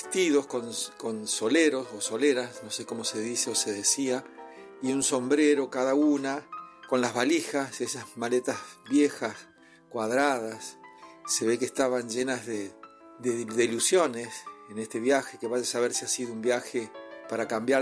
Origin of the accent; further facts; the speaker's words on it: Huinca Renancó, Córdoba, Argentina; moved away; Huincarnancó es mi pueblo, allá el lugar donde nací, mi pueblo azul